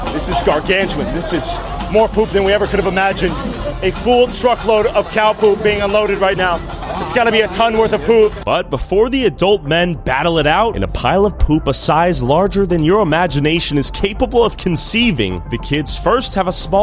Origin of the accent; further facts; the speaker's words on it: Texas, United States; I've traveled nearly 10,000 miles from Texas, USA.